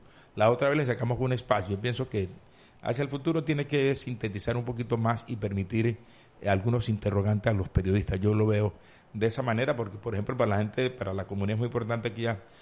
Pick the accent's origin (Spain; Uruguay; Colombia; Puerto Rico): Colombia; Buenaventura, Valle del Cauca; mi pueblo de Buenaventura.